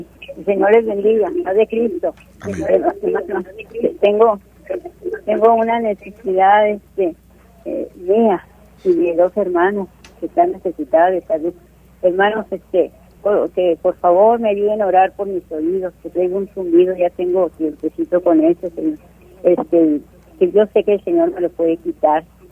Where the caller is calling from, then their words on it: Ciudad Juárez, Chihuahua, Mexico; En Ciudad Juárez